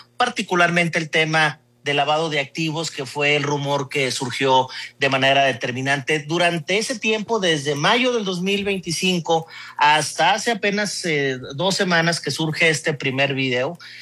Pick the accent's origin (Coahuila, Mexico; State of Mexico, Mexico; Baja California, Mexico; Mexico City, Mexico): Baja California, Mexico; Yo estoy muy apenado verdaderamente por todo lo que está pasando en mi tierra.